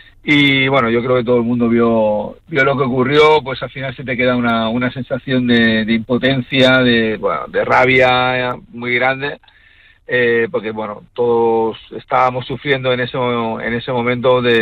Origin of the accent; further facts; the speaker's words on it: Spain; al final es una satisfacción como español que soy